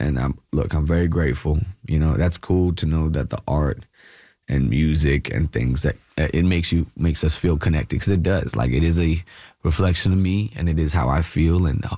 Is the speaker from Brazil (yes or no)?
no; India; first language Malayalam; English is a second language; which people don't speak Malayalam, which is my native tongue